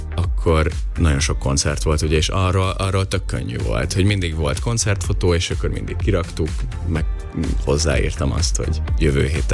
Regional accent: Nyíregyháza, Szabolcs-Szatmár-Bereg, Hungary; nyíregyházi vagyok

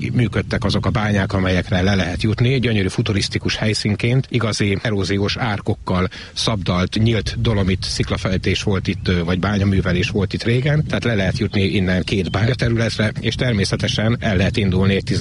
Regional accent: Hungary; itt nőttem föl, nem is messze lakunk innen a kilátótól, a nagymezőtől. Ha lehet azt mondani, felgyenesi vagyok, született felgyenesi, és hát nagyon szeretjük az erdőnket.

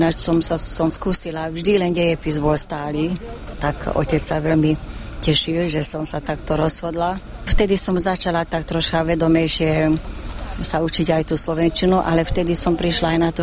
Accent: Veszprém, Veszprém County, Hungary; Ja som z Maďarska, z Vesprému, pri Balatone. Ja som tam vyrástla, tam som chodila aj do základnej, aj do strednej školy.

